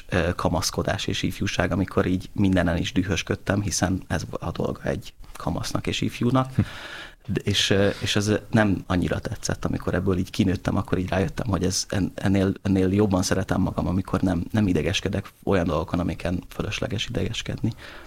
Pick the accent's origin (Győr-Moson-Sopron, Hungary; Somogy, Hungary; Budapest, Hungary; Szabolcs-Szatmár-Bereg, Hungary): Somogy, Hungary; Siófok; siófoki vagyok összességében. Sziklak felsőn nőttem föl, az volt, ott töltöttem az első 14 évem egy gyerekként, de Siófokra jártam általános iskolába